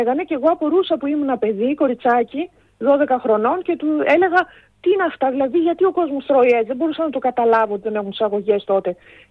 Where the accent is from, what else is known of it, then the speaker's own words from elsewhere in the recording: Kozani, Western Macedonia, Greece; όταν ήμουν μικρή, που είμαστε και από την Μακεδονία, έτσι, ήταν κοντά η Έδεσα και αυτά που βγάζει από τα ωραιότερα κεράφια που υπάρχουν, και βέβαια και τα μέρη μου και στην Κοζάνη.